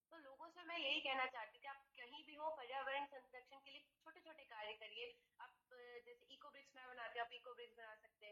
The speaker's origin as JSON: {"language": "Hindi", "town": "Kanpur", "region": "Uttar Pradesh", "country": "India", "lives_now": "Bacheli, India", "said": "और मैं छत्तीसगढ़ के दंतेवाड़ा जिले के बचेली नगर की निवासी हूँ। और मैं बेसिकली अभी गुरु घासीदास विश्वविद्यालय में बीटेक की फर्स्ट ईयर स्टूडेंट हूँ। और मैं बेसिकली तो मैं यूपी से बिलोंग करती हूँ, कानपुर से हूँ मैं"}